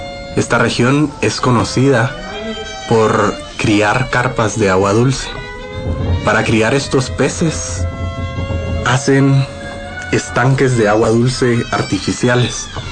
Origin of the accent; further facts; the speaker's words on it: Guatemala; moved away as an adult; also born or lived in Guatemala City; now in Mexico City, Mexico; tengo 24 años, soy compositor y soy guatemalteco. Estudié guitarra clásica en el Conservatorio Nacional de Música de la Ciudad de Guatemala y desde el 2008 resido en México DF